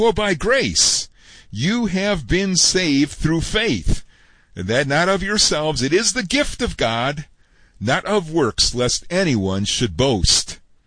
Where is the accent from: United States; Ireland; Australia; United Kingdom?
United States; Chicago, Illinois; I was a young, very new Christian. Back in those days, I was living in Chicago, my hometown.